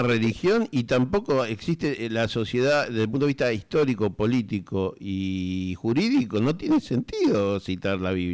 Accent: Argentina

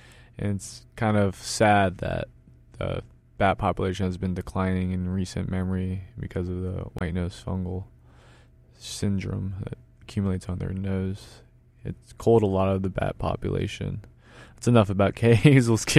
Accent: Louisville, Kentucky, United States; I'm from Kentucky, like Louisville area, and we have Mammoth Cave.

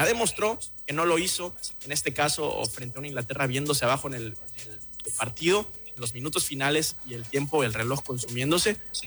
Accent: Mexico; a nosotros como mexicanos

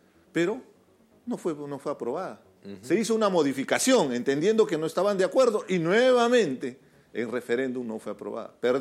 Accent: Peru; pero al final somos peruanos.

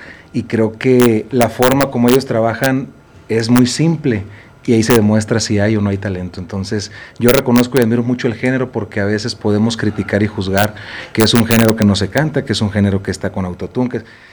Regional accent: Mazatlán, Sinaloa, Mexico; Yo soy de Mazatlán, Sinaloa, orgullosamente mexicano.

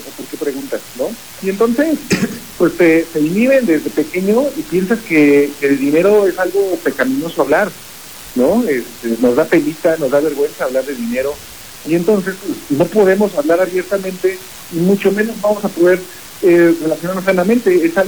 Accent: Mexico; Nosotros los mexicanos

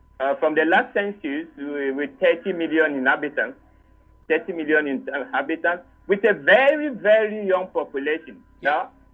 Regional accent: English-speaking regions, Cameroon; So I'm from the English part of speaking part of Cameroon.

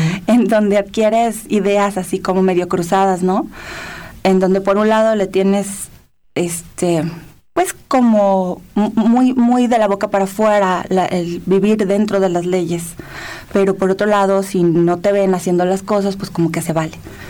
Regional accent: Guadalajara, Jalisco, Mexico; Sí, bueno, yo soy de Guadalajara.

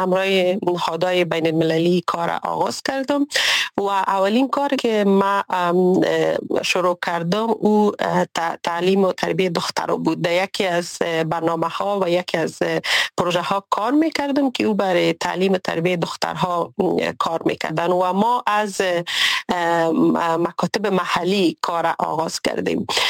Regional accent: Kabul, Afghanistan; ما ای اولین بار است که از افغانستان بیرون زندگی میکنم و از زمانی که تولد شدیم در کابل بزرگ شدیم و در کابل زندگی کردیم.

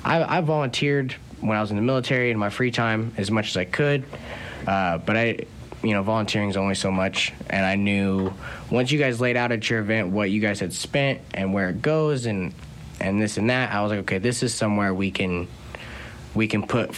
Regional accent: Illinois, United States; moved away as an adult; now in Sedalia, United States; I grew up with small town values. I grew up in Illinois

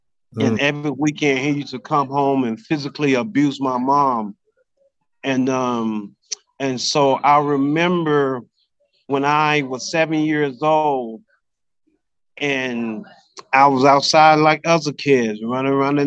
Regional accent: Jonestown, Mississippi, United States

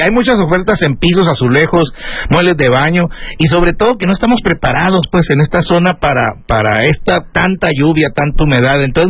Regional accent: Baja California Sur, Mexico; yo soy del Valle, no de la Toba.

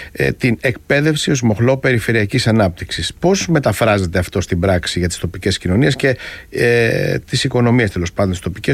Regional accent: Chania, Crete, Greece; Επειδή κατάγομαι από τα Χανιά

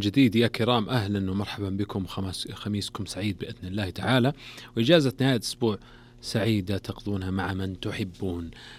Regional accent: Saudi Arabia; في المملكة العربية السعودية

